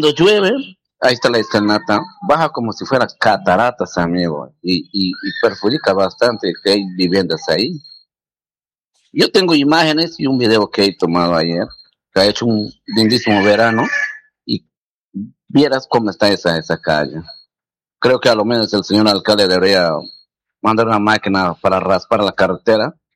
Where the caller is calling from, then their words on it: San Antonio de Cumbasa, San Martín, Peru; yo vivo en San Antonio de Cumbasa.